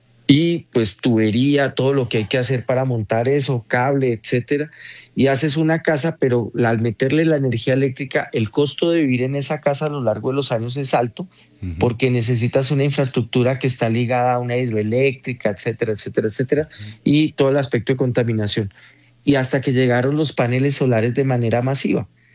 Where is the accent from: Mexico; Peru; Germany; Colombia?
Colombia; ahorita para nosotros como colombianos.